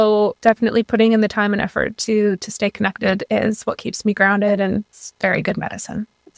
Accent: Saskatchewan, Canada; now in Vancouver, Canada; I'm currently living in Vancouver. I'm originally from Musqueam First Nation in Treaty 6 territory, north central Saskatchewan.

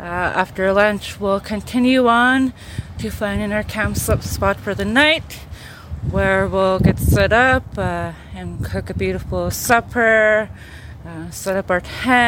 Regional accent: Fort McPherson, Northwest Territories, Canada; I'm Tetlet Gwich'in, main and people of the headwaters. I was raised in Fort McPherson, Northwest Territories, but I reside here on the Tan in Kualantan, traditional territory.

